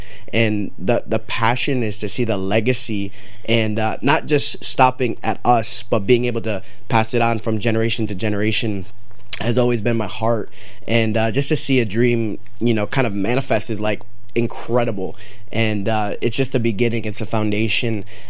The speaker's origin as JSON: {"language": "English", "town": "Waterbury", "region": "Connecticut", "country": "United States", "tie": "born or raised there", "said": "growing up in Connecticut, in Waterbury, Connecticut, it's very similar to Citi Field."}